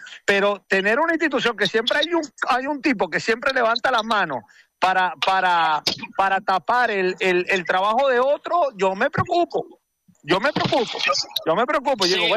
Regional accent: Venezuela; ¿con qué nosotros como venezolanos nos damos por hechos?

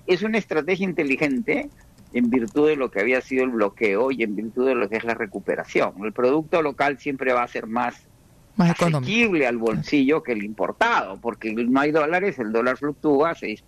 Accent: Peru; now in Venezuela; Yo soy peruano, nací, me crecí en el Perú, pero soy venezolano también

